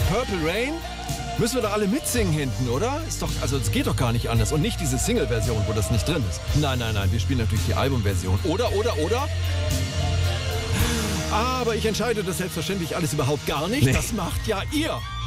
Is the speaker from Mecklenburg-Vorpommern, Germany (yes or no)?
no; Cologne, North Rhine-Westphalia, Germany; moved away; ich komme aus Köln ursprünglich, da gibt's die … da singen wir